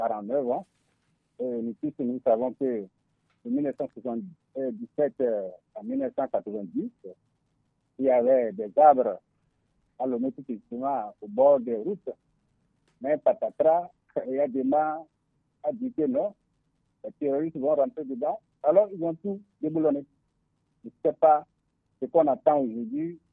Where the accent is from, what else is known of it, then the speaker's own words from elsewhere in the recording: Togo; Maintenant, nous sommes tous des Togolais.